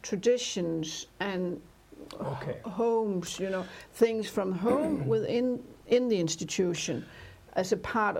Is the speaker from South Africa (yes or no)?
no; Central Denmark Region, Denmark; English is a second language; I'm a really from Jutland, yeah. Not from Copenhagen.